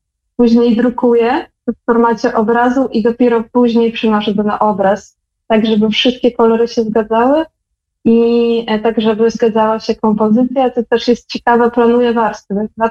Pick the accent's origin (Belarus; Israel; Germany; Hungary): Belarus; moved away; po tym, jak dorastałam na Białorusi.